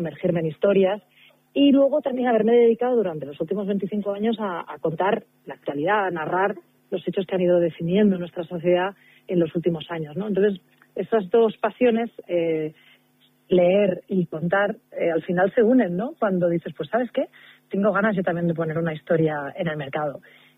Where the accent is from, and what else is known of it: Barcelona, Catalonia, Spain; now in Madrid, Spain